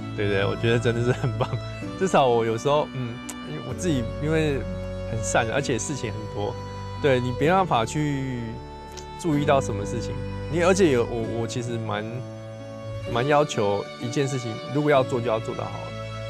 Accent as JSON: {"language": "Chinese", "country": "Taiwan"}